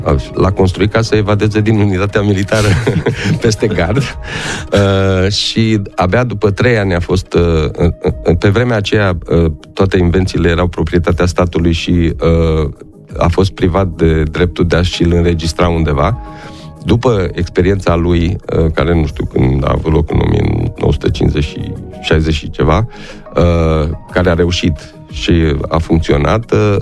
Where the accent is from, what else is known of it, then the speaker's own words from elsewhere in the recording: Copăcel, Romania; Deci și eu și soția suntem din Copăcel, ne-am întors acasă, casele sunt cum sunt și tot renovăm.